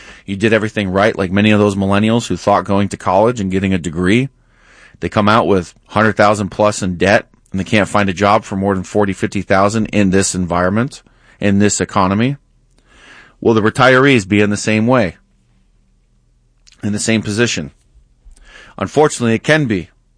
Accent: United States

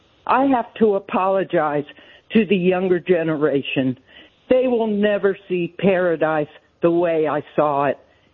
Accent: Florida, United States; now in Lexington, United States; I'm originally from Florida. I moved from Florida to Kentucky because of all the stuff, the MAGA stuff, the slaughter that is going down on in Florida.

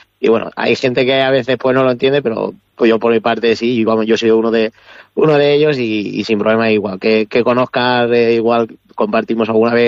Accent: Puertollano, Castilla-La Mancha, Spain; born or raised there

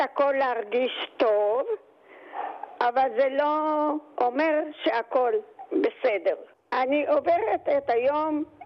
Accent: Kfar Yehezkel, Northern District, Israel; born there; אני נולדתי על הגבעה בכפר יחזקאל, שלא היה כלום, היו רק אוהלים, ואני נולדתי באוהל, כי לא היה בית חולים.

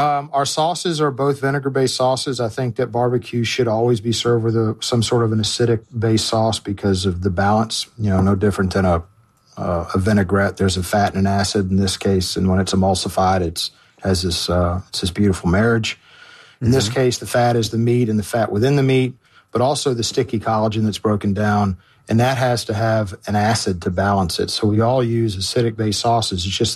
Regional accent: Memphis, Tennessee, United States; born there; I was born in Memphis.

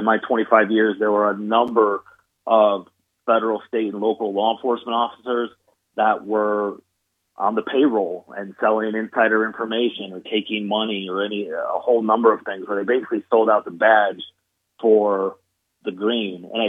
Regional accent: New York, United States; I grew up in the New York public school system

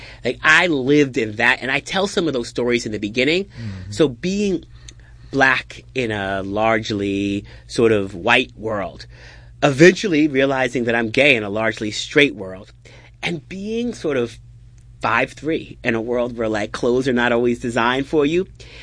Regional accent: Eastern Long Island, New York, United States; growing up on Eastern Long Island, it's different than growing up in a city.

